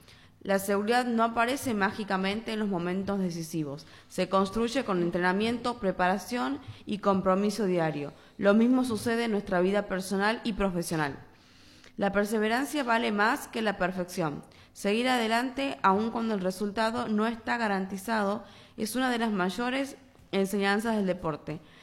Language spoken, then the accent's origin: Spanish; Argentina